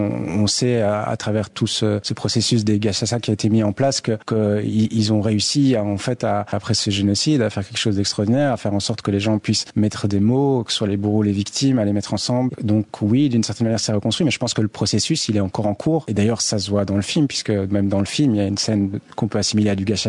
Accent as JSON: {"language": "French", "country": "Belgium", "tie": "born there", "said": "Moi, je suis né en Belgique. Mon père est né au Rwanda et donc il a voulu m'amener là-bas pour que je découvre un petit peu mon pays d'origine."}